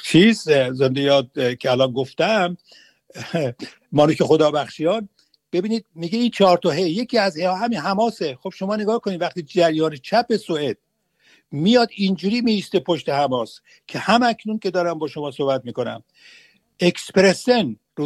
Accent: Iran; now in Sweden; من امروز به عنوان یک ایرانی سپاسگزار هستم

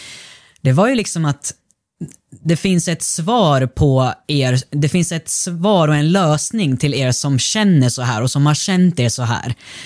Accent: Russia; now in Sweden; Men jag följde med tillbaka till Ryssland då, som är där vi kommer ifrån.

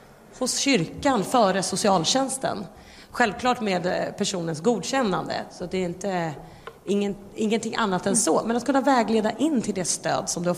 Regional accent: Solna, Stockholm County, Sweden; i Solna, i min hemstad

